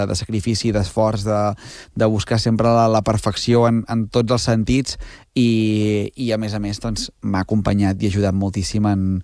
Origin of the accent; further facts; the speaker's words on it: Santa Eulàlia de Riuprimer, Catalonia, Spain; Jo soc de l'altra banda d'Osona, soc de Santa Eulàlia, Riu Primer